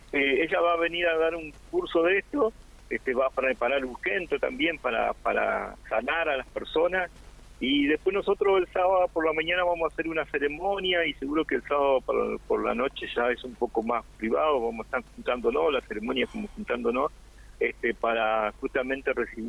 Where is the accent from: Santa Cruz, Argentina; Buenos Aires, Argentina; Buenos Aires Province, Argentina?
Santa Cruz, Argentina; Puerto Santa Cruz; Yo me acuerdo cuando llegué a Puerto Santa Cruz, que te contaba fuera del micrófono, que no nací en Puerto Santa Cruz, pero cuando llegué en el 80... Yo llegué en febrero, marzo